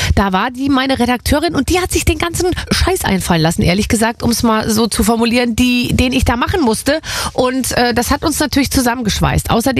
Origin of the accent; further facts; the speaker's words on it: Munich, Bavaria, Germany; Und wir sind beide aus Bayern, aus München.